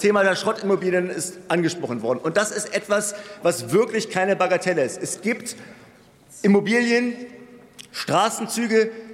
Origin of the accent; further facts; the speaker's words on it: Berlin, Germany; in meiner Heimatstadt in Berlin gibt es über 80 davon